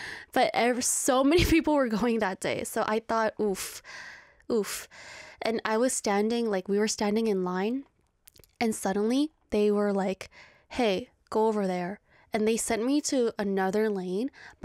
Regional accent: South Korea; And I was like, oh, like, I'm from Korea. And so he said, Korean singer? So I said, yeah.

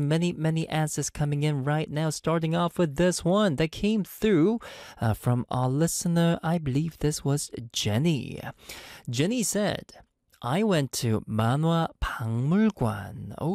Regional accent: Montreal, Quebec, Canada; now in South Korea; Growing up in Montreal

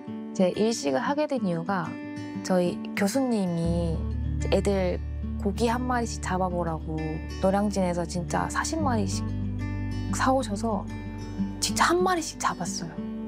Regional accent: Jinju, South Gyeongsang, South Korea; born there; moved away as an adult; now in Seoul, South Korea; 저는 진주에서 태어나서 이제 20살 때 학교 때문에 서울로 올라오게 됐고요.

